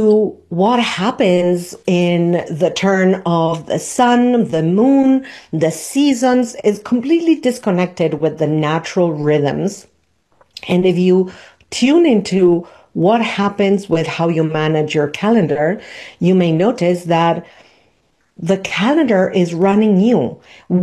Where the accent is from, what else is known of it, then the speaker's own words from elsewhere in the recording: Argentina; moved away as an adult; I was born and raised in Argentina and I lived in the southern hemisphere until I was nearly 30 years old. So for me, it's very, I still have friends and family. My mom is there.